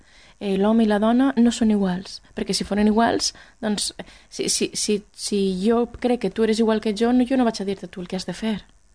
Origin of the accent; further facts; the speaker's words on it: Valencian Community, Spain; accent: Valencian; first language Valencian; Jo parlo valencià en Londres perquè m'he trobat a valencià. Això vol dir que la meva llengua no aprofita?